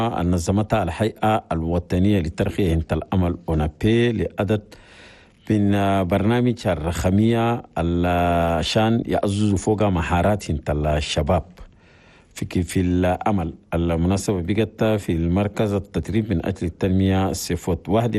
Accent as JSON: {"language": "Arabic", "country": "Chad"}